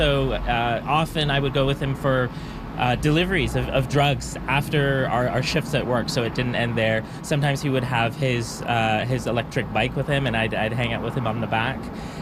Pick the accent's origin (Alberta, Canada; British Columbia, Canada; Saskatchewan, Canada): British Columbia, Canada; Vancouver; Yeah, so I grew up on Ontario Street, which a lot of people think that Main Street is that line that divides Vancouver's east and west sides. So I grew up there